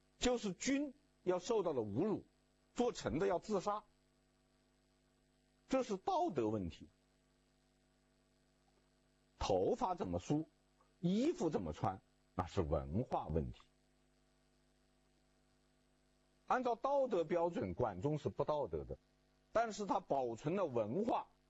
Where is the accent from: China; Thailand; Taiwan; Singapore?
China; 我们中国人，或者说华人